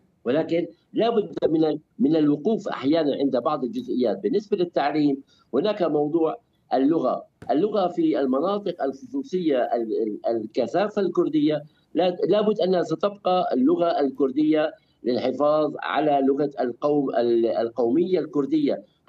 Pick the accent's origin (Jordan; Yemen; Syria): Syria; سوري، أنا أستظل بدولة سورية